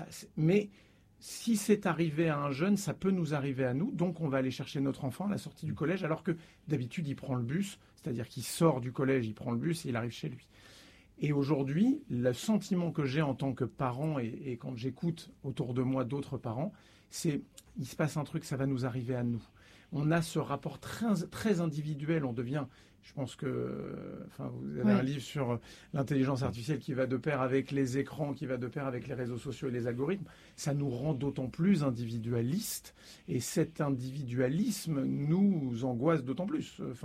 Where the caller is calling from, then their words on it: Brittany, France; Moi, j'habite en Bretagne.